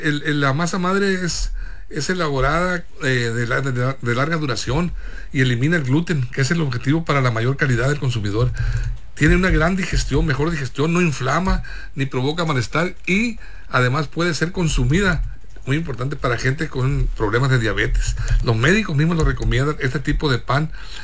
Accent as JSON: {"language": "Spanish", "town": "Guamúchil", "region": "Sinaloa", "country": "Mexico", "tie": "born or raised there", "said": "en Guamúchil, Sinaloa, mi tierra"}